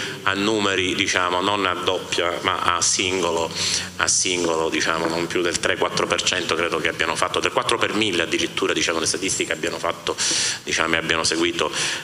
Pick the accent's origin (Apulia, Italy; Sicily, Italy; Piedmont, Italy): Sicily, Italy; anch'io sono siciliano e ogni tanto mi devo vergognare di essere siciliano